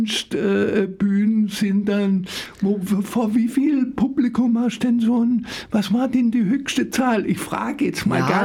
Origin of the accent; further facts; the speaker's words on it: Baden-Baden, Baden-Württemberg, Germany; Ich bin nämlich Badener.